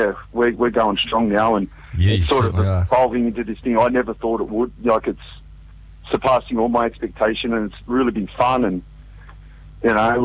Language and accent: English; Sydney, New South Wales, Australia; Carl, Mika and Matt are originally from Auckland and I'm originally from Sydney. But we all sort of moved down here without knowing each other